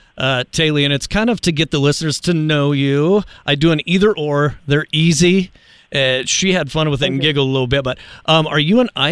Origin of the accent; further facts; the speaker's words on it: Montana, United States; Growing up in Eastern Montana, we don't grow them that tall except for your family.